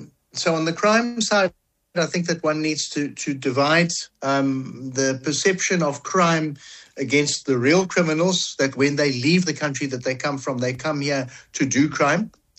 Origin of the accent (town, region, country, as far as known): South Africa